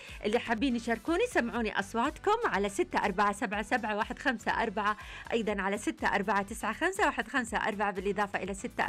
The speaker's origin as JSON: {"language": "Arabic", "country": "Saudi Arabia"}